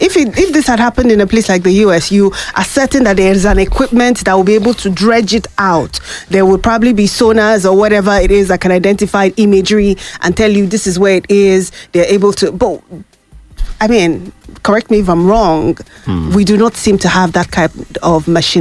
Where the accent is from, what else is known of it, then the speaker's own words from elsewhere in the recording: Jos, Plateau, Nigeria; I grew up in Jos.